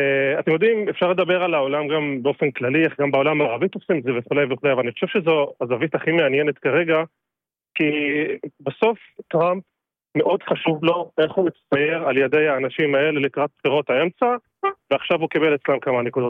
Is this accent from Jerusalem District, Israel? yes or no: yes; Jerusalem, Jerusalem District, Israel; born there; אני נולדתי במזרח ירושלים, שם לא מקבלים אזרחות ישראלית, וקיבלתי אותה רק לפני שנתיים, קצת פחות.